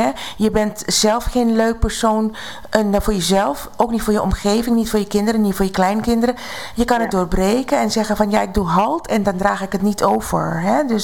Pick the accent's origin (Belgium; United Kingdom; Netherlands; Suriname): Suriname; Ik ben dus ook ergens ik ben in Suriname opgegroeid. Tussen alle bevolkingsgroepen.